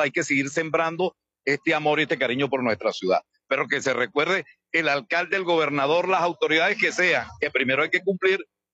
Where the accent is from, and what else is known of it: Barquisimeto, Lara, Venezuela